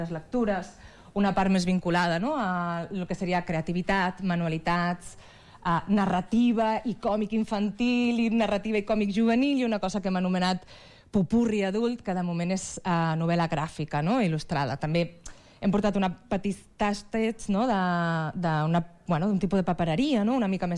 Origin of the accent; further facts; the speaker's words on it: Valencia, Valencian Community, Spain; moved away as an adult; now in Badalona, Spain; Doncs jo soc originalment de València, de la ciutat de València, però porto ja vivint 5 anys a Badalona.